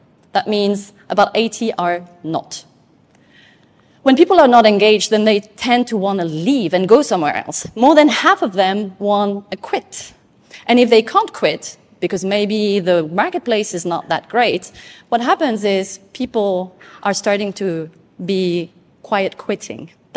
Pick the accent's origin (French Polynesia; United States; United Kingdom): French Polynesia; born or raised there; moved away